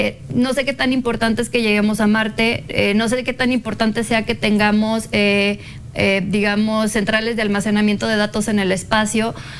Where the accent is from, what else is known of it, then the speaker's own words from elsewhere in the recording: Mexico; nosotros como mexicanos